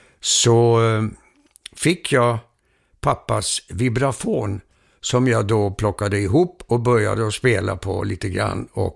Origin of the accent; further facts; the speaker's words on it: Copenhagen, Capital Region of Denmark, Denmark; also born or lived in Stockholm, Sweden; now in Sweden; flyttade vi ner till Danmark när jag var 2 eller 3 år.